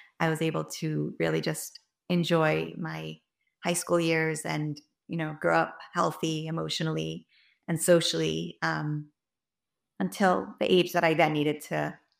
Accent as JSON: {"language": "English", "town": "North Miami Beach", "region": "Florida", "country": "United States", "tie": "born or raised there", "said": "I grew up in North Miami Beach, Florida. Went to the regular schools here, Bisiaco of Miami"}